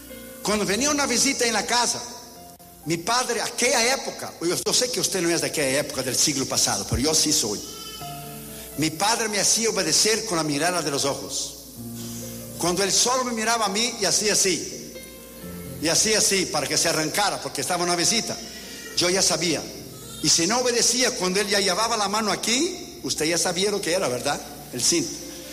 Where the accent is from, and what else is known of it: Brazil; born or raised there; moved away